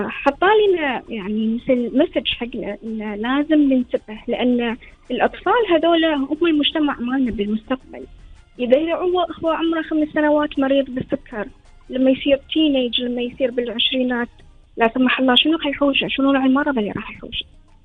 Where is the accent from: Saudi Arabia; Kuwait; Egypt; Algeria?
Kuwait